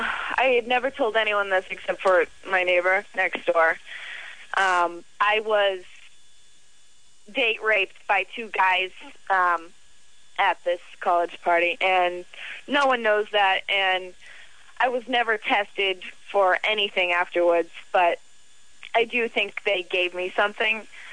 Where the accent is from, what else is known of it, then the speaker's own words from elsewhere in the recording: Boston, Massachusetts, United States; I'm from Boston.